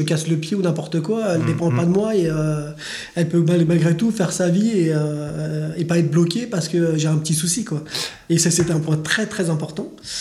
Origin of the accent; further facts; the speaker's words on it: Saint-Denis, Île-de-France, France; born there; moved away as an adult; J'ai toujours dit à ma mère que j'étais pas né au bon endroit. pour un ordre d'idée, moi je suis né en Île-de-France dans le 93 à Saint-Denis.